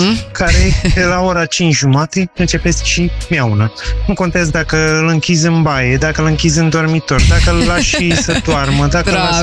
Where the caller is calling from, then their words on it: Bucharest, Romania; din București.